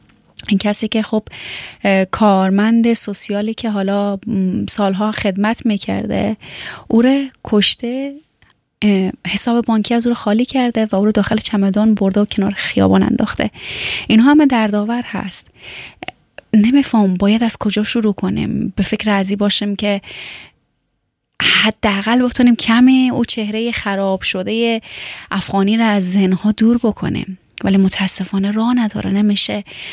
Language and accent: Persian; Afghanistan; چون وقتی که میگی من از افغانستان هستم، هموطنان تو انقدر گل کاشتن که تو دیگه جایی نمیبینی که حرف بزنی